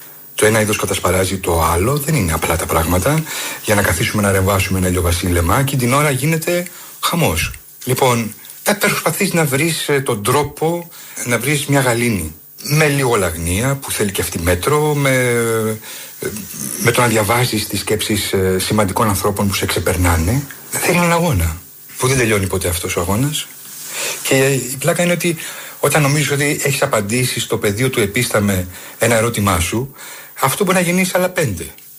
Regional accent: Rhodes, South Aegean, Greece; born there; Εγώ απλά γεννήθηκα στο Μιευτήριο. Η μαμά φοβήθηκε να με γεννήσει στο μεγάλο χωριό της Στήλου

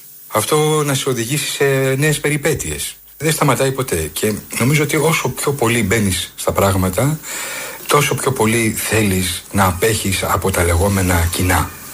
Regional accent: Rhodes, South Aegean, Greece; born there; Εγώ απλά γεννήθηκα στο Μιευτήριο. Η μαμά φοβήθηκε να με γεννήσει στο μεγάλο χωριό της Στήλου

